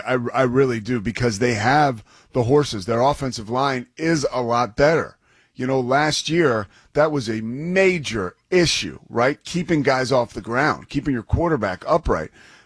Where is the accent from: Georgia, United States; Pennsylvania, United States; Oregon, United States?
Pennsylvania, United States; Philadelphia; The Eagles are my favorite team because I'm from Philadelphia.